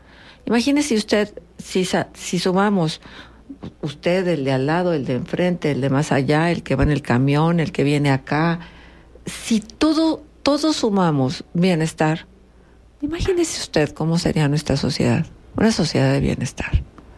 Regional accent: Mexico; hoy los mexicanos nos levantamos con una sonrisa.

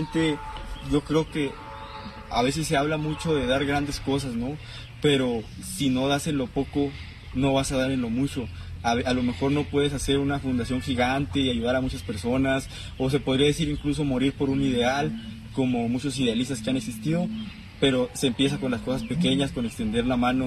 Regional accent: Otobachi, Chihuahua, Mexico; soy de aquí de Otobachi, en el municipio de Huachochi. Se encuentra a 20 kilómetros de la cabecera municipal

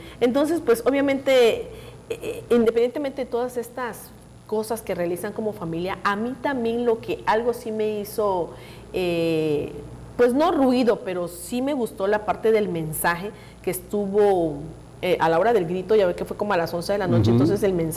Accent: Mexico; todos somos mexicanos

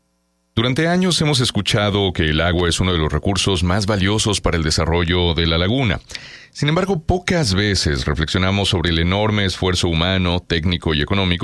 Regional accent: Chihuahua, Mexico; Y quiero decir que en mi foto de la credencial de la UAI allá cuando era niño en Chihuahua, salgo con la del Santos, ¿eh? Así es que ahí combinando mis dos orígenes.

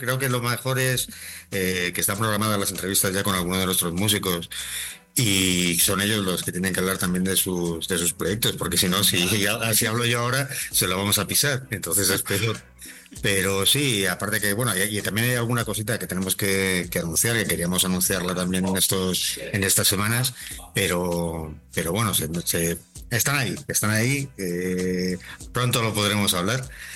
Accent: Gijón, Asturias, Spain; now in Mexico; Del norte, de Gijón.

